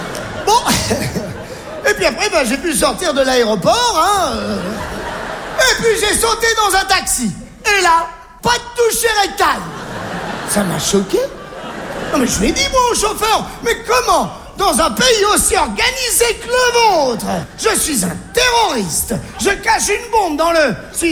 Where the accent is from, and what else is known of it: Algeria; born there